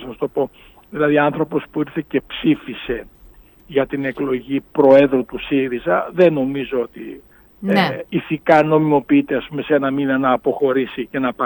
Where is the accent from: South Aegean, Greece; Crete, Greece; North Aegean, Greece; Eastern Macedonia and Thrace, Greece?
Eastern Macedonia and Thrace, Greece; Drama; Κατάγομαι από τη Δράμα, είναι κάτι εξοχή συντηρητικό νόμο, όπου δεξιά και ακροδεξιά έχουν περίπου 60%, πάνω από 50% δηλαδή.